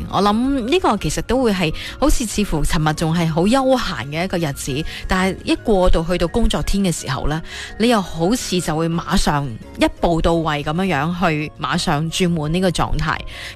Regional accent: Guangdong, China; 对于我哋广东人嚟讲，少不了食。

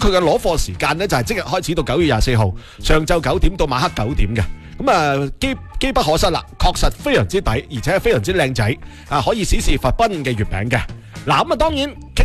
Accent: Foshan, Guangdong, China; 对于我哋佛山人嚟讲咧

